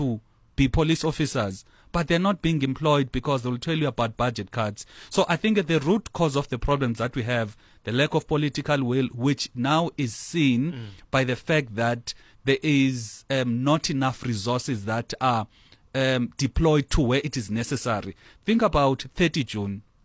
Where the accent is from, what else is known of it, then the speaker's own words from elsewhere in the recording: South Africa; as South Africans